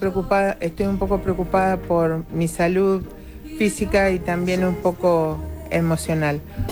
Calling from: Vicente López, Buenos Aires Province, Argentina; soy de Vicente López. Mi fecha de nacimiento 13/07/61

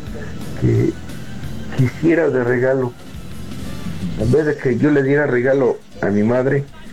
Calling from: Zinacantepec, State of Mexico, Mexico; Estoy llamando estoy laborando aquí en San Mateo Atenco. Uh-huh. Soy de Sinacantepec.

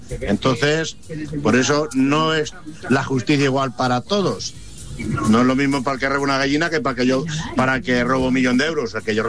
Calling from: Spain; Yo, como español que soy, que se llena la boca, yo soy español de no pulserita.

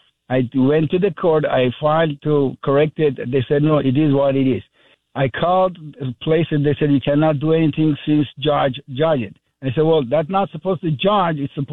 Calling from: Armenia; I'm Armenian.

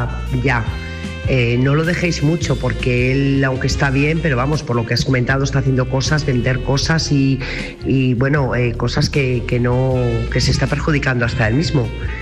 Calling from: Burgos, Castile and León, Spain; corresponsal de Burgos.

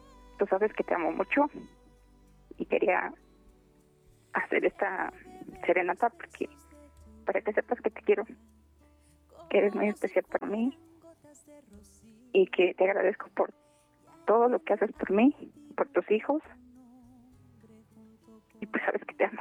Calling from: Chimalhuacán, State of Mexico, Mexico; Del Estado de México, casi pegadito a la ciudad, de Chimalhuacán.

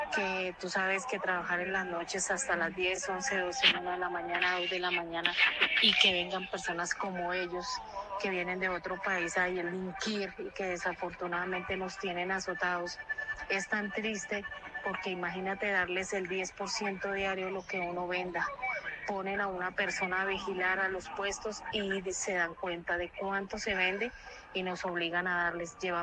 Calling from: Colombia; nosotros como colombianos

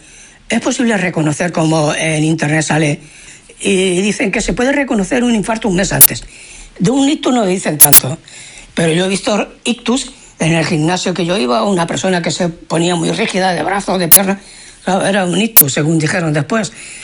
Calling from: Barcelona, Catalonia, Spain; Hola Farero … de Barcelona.

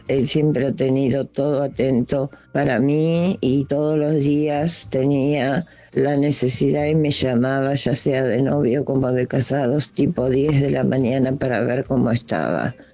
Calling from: Buenos Aires, Argentina; de Flores.

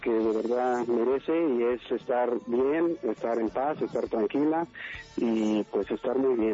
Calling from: Mexico City, Mexico; Yo soy de ahí, de la Ciudad de México. Soy de ahí, del aeropuerto, ahí por la aduana. Sí. Pero ahorita andamos de viaje y andamos aquí por León.

